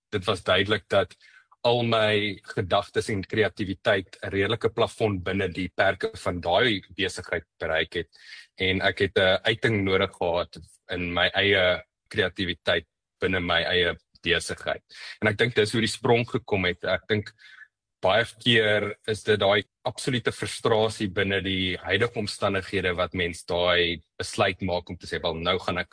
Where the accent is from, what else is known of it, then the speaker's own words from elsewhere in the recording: Johannesburg, Gauteng, South Africa; Ek het in Johannesburg groot geword in 'n huis waar werk en dissipline en verantwoordelikheid belangrik was.